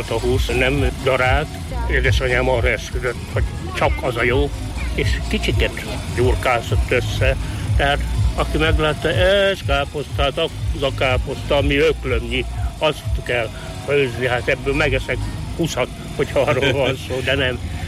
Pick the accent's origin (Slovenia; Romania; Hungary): Hungary; Petneháza, Szabolcs-Szatmár-Bereg; born there; hát még Petneházán is volt, ahol én születtem, hát már majdnem rokonok lettem.